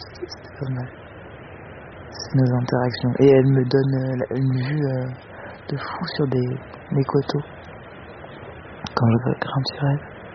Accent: Armorican Massif, France; C'est une roche métamorphique près de là où j'ai grandi. Et elle, c'est une extraction du massif armoricain.

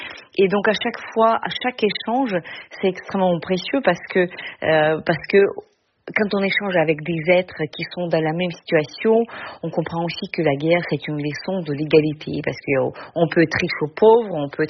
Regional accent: Ukraine; le peuple ukrainien

